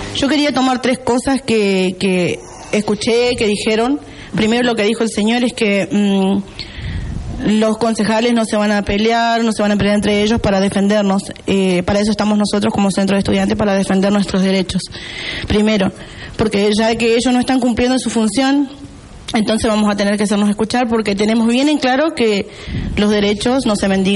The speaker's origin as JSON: {"language": "Spanish", "town": "Vera", "region": "Santa Fe", "country": "Argentina", "tie": "born or raised there", "moved": "as an adult", "lives_now": "Reconquista, Argentina", "said": "Yo soy oriunda de Vera, estoy viviendo actualmente en Reconquista"}